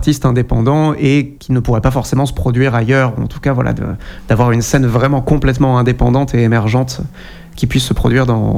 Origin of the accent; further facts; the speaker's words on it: Martinique; Parce que j'ai grandi en Martinique et que j'ai eu la chance d'avoir l'enseignement d'une professeure cubaine pendant quelques années.